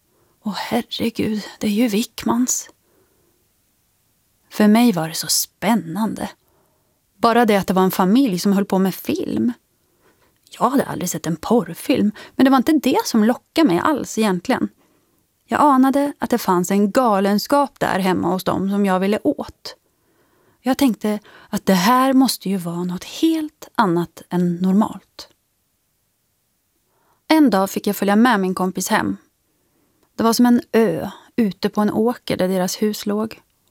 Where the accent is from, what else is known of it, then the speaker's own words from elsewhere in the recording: Katrineholm, Södermanland, Sweden; born there; Jag är född i Katrineholm som är en liten fabriks- och industristad. På många sätt en typisk svensk mellanstor stad.